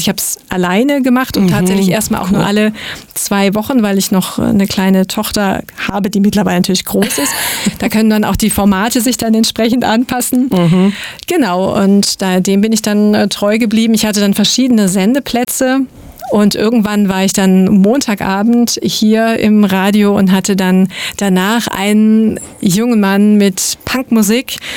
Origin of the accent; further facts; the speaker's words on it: Schwäbisch Hall, Baden-Württemberg, Germany; born there; moved away; ich bin gebürtige Schwäbisch-Hallerin